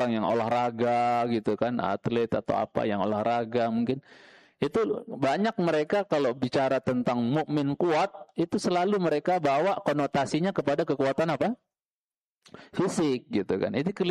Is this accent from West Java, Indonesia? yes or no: no; Lombok, West Nusa Tenggara, Indonesia; Rinjani lah di kampung saya